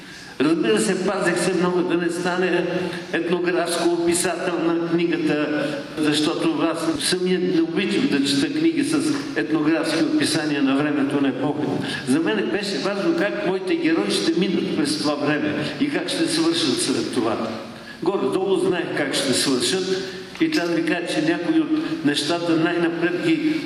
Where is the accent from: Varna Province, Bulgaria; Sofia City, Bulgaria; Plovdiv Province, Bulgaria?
Sofia City, Bulgaria; Sofia; Аз като стар софиянец